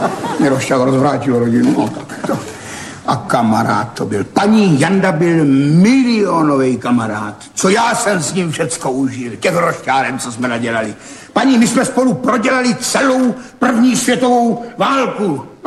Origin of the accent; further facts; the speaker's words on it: Brno, South Moravian Region, Czechia; No to byl z Brna, já jsem taky z Brna. Rodáci z Brna jsme. Tam jsme jí chodili s Jandou do školy.